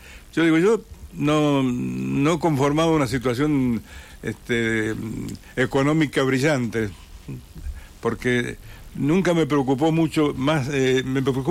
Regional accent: Alvear, Argentina; yo yo nací en Alvear y he vivido toda mi vida en Alvear.

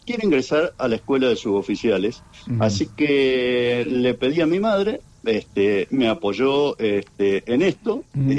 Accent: Buenos Aires Province, Argentina; also born or lived in Entre Ríos / Ushuaia; Así que desde que tengo uso de conciencia, yo viví en Buenos Aires. Si bien nací en Entre Ríos, al año ya mi familia se trasladó a Buenos Aires, así que toda mi infancia la transcurrí allí, en zona sur del Gran Buenos Aires

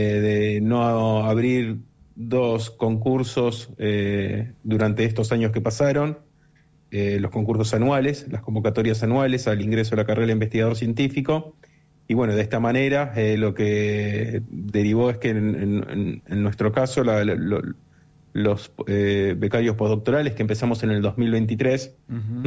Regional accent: Buenos Aires, Argentina; now in Puerto Madryn, Argentina; yo, en mi caso particular, por ejemplo, soy de Buenos Aires, me vine acá a Puerto Madryn hace 3 años con el doctorado.

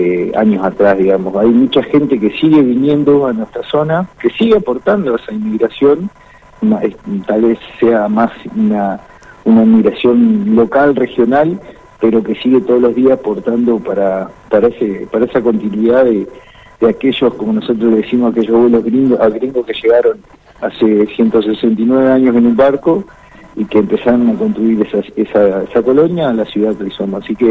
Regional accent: Argentina; nos hace fuerte como argentinos

